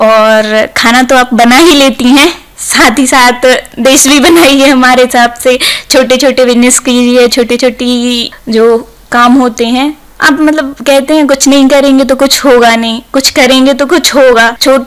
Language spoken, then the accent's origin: Hindi; Banda, Madhya Pradesh, India; now in Sagar, India; मैं बंडा से आती हूँ। मैं सागर में अभी जॉब कर रही हूँ